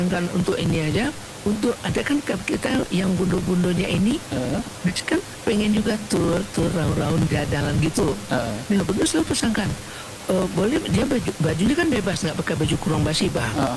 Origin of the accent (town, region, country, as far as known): West Sumatra, Indonesia